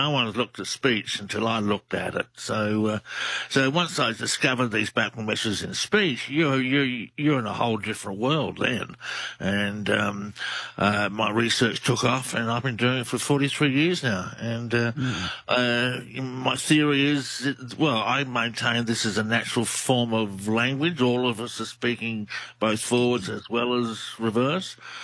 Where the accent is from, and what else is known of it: Australia